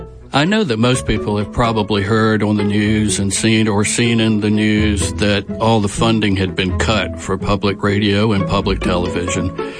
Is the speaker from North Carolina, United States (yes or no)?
yes; River Bend, North Carolina, United States; Hey, this is … I'm from River Bend, North Carolina. I started listening to Public Radio East in 1980 when I moved to Pamlico County.